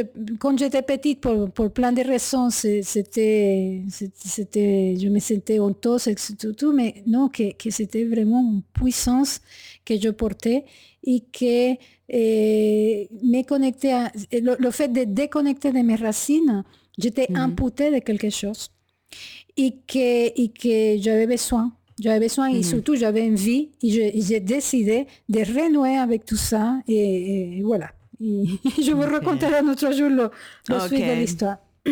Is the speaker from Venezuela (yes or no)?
yes; Venezuela; moved away; je suis déjà née dans une tradition. Et je viens des Indiens Guajiros, du Venezuela. Et donc, voilà, je porte ça en moi.